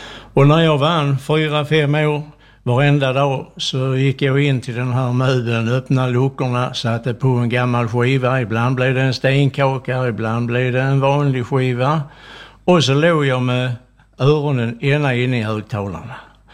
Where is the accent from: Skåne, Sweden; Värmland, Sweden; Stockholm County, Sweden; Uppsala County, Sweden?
Skåne, Sweden; Malmö; now in Staffanstorp, Sweden; jag växte upp i ett litet mysigt samhälle i utkanten av Malmö som hette Valdemarsro. Där vi bodde grannar med Bulltofta flygfält på den tiden. Och nu pratar jag om i början på 50-talet.